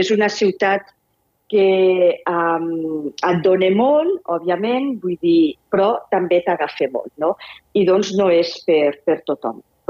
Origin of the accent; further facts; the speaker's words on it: Escaldes, Escaldes-Engordany, Andorra; D'Escaldes.